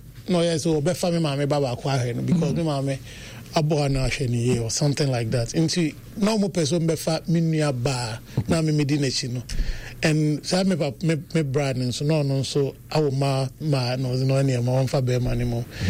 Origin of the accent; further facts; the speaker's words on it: Kumasi, Ashanti, Ghana; is just because of the fact that I was picked from Kumasi, and I grew up in.